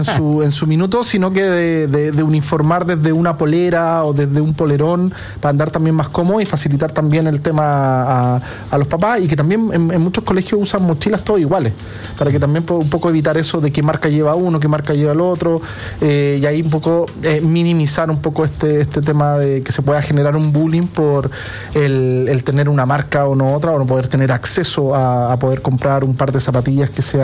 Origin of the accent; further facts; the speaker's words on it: Chile; muchos chilenos tenemos la oportunidad de ir a Brasil